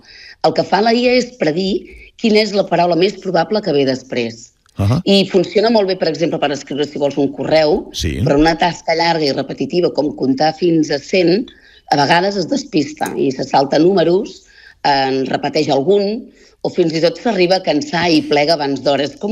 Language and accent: Catalan; Catalonia, Spain; Jo, com a empordanesa que sóc, ho dic malament.